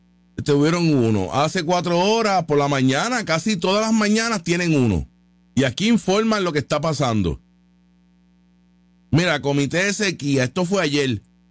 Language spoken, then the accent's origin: Spanish; Puerto Rico; yo como puertorriqueño, yo no quiero que destruya La Palguera